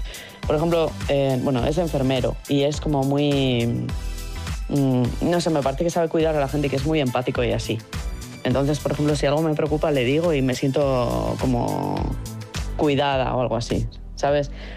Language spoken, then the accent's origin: Spanish; San Sebastián, Basque Country, Spain; moved away as an adult; Sí, claro, me gusta mucho. Pero la verdad es que eso, yo me fui de Donosti a los 22 años y ahora voy a cumplir 40 ya en agosto.